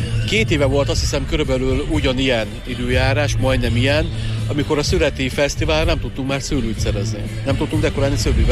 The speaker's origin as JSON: {"language": "Hungarian", "town": "Eger", "region": "Heves", "country": "Hungary", "tie": "born or raised there", "said": "Én egri származású vagyok, felnémeti."}